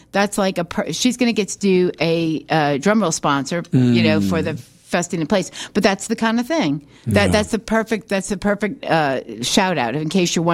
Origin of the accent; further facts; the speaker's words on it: Brooklyn, New York, United States; from Brooklyn.